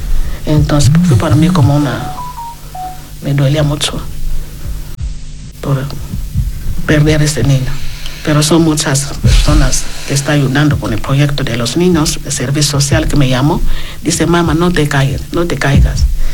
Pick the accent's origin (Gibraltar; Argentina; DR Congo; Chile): DR Congo; Spanish is a second language; now in Spain; el tema de violencia de género, que es mucho en mi país.